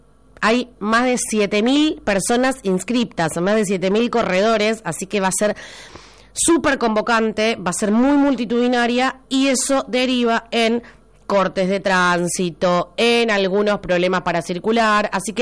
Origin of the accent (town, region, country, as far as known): Argentina